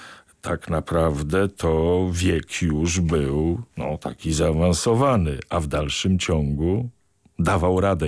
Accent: Warsaw, Masovian Voivodeship, Poland; dla mnie warszawiaka od kilku pokoleń

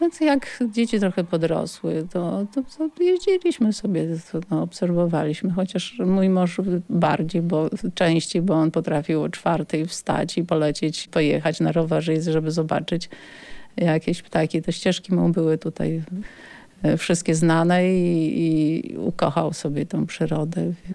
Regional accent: Nowa Ruda, Lower Silesian Voivodeship, Poland; Ja pochodzę z Dolnego Śląska.

